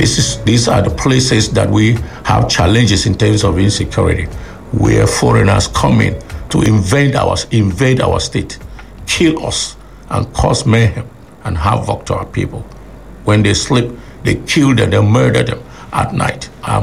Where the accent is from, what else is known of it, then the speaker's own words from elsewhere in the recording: Vandeikya, Benue, Nigeria; I come from Vandika. We have a border with Cross River.